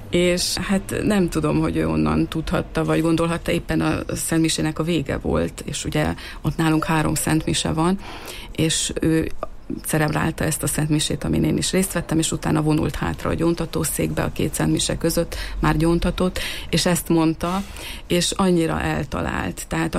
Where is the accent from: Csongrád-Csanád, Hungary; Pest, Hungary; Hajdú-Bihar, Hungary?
Pest, Hungary; Budaörs; én budaörsi vagyok, most ott élek